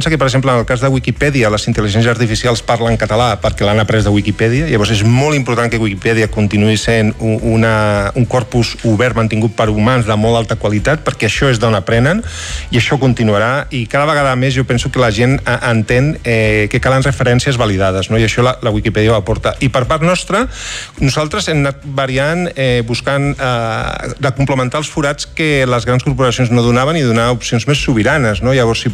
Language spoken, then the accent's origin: Catalan; Barcelona, Catalonia, Spain; Del Clot, ara visc al Guinardó.